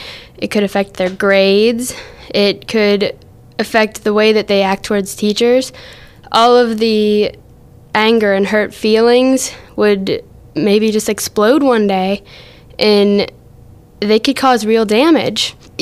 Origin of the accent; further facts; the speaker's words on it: South Allegheny, Pennsylvania, United States; I'm 16 from South Allegheny.